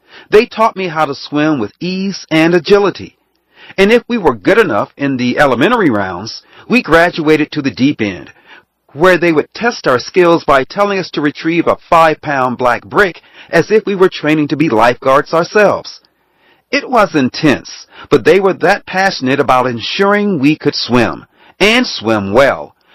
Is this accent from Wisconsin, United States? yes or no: no; Chicago, Illinois, United States; also born or lived in Detroit; I was born in Detroit and raised in Chicago, but I spent many summers in the former with my dad's side of the family.